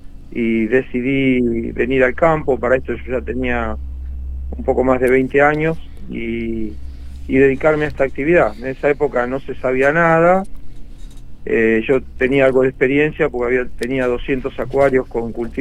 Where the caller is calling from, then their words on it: San Vicente, Buenos Aires Province, Argentina; Yo estoy ubicado con mi establecimiento en San Vicente, Buenos Aires.